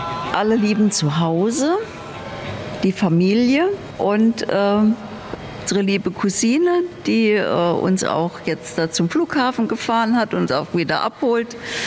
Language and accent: German; Bierbach, Saarland, Germany; ich komme aus Bierbach und bin ein saarländisches Urgewächs.